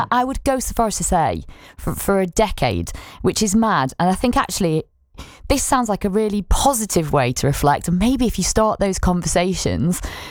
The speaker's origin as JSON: {"language": "English", "town": "Nottingham", "region": "East Midlands", "country": "United Kingdom", "accent": "Nottingham", "said": "Oh, you've got my accent pretty right there, Larry."}